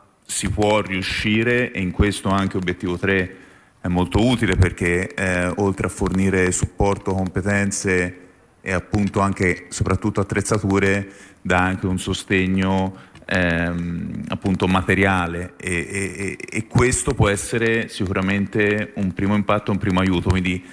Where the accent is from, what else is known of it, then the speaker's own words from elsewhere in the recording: Florence, Tuscany, Italy; Io sono di Firenze, la neve a Firenze non la vediamo ante 2010